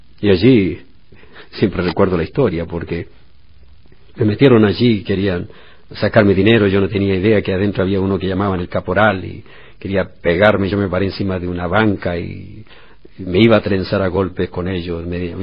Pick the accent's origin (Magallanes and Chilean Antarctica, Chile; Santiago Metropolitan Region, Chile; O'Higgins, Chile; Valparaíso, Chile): Magallanes and Chilean Antarctica, Chile; Punta Arenas; Puede ser mi ciudad natal, Punta Arenas.